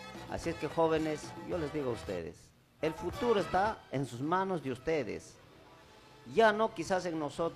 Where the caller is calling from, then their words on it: Peru